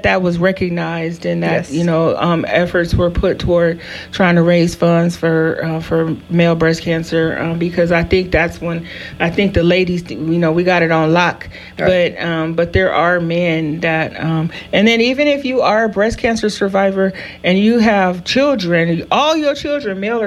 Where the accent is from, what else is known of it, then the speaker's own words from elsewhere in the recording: Chino, California, United States; So Chino, that's in my hometown.